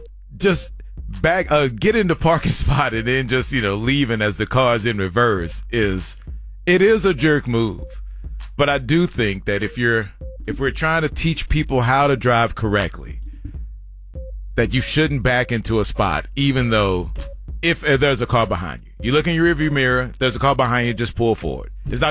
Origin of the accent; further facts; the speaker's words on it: Louisiana, United States; I'm from Louisiana, and I challenge anyone to a boat launching contest